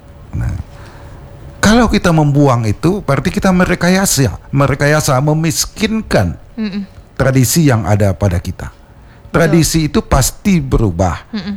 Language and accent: Indonesian; Riau, Indonesia; untuk kita orang Melayu di Riau ini